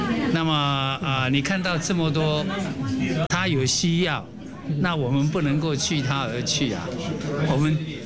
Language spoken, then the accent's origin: Chinese; Taiwan; moved away; also born or lived in Los Angeles, United States; 第一个，我是台湾人；第二个，我是佛教徒。